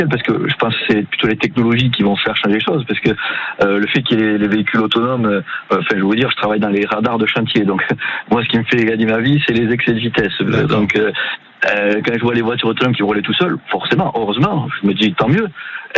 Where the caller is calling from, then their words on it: Rion-des-Landes, Nouvelle-Aquitaine, France; Moi, je suis de Rion-des-Landes.